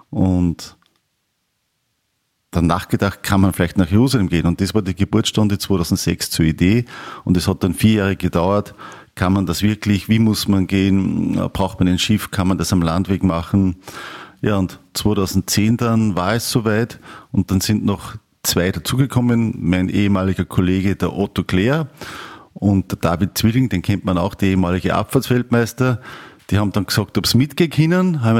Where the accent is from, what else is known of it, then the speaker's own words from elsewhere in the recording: Arbing, Upper Austria, Austria; Ich komme aus Arbing in Oberösterreich, Bezirk Berg. Bin jetzt 55 Jahre.